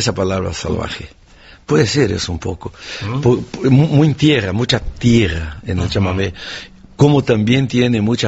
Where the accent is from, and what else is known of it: Santo Ângelo, Rio Grande do Sul, Brazil; born or raised there